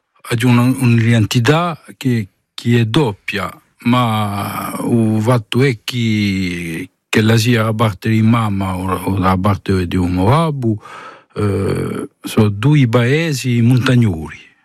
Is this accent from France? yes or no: yes; Ajaccio, Corsica, France; also born or lived in Paris; sono nato in Parigi parecchi anni fa. Dopo sono giunto in Corsica nel 75, ho fatto la muscolarità in Ajaccio.